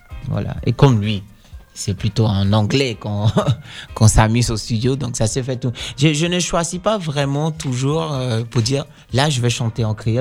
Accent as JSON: {"language": "French", "country": "Netherlands", "first_language": "Dutch", "second_language": "French", "said": "Je réfléchis en hollandais, je crois."}